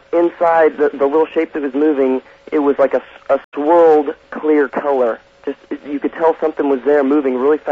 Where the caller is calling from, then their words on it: Overland Park, Kansas, United States; Yeah, Art, I'm calling from Overland Park, Kansas.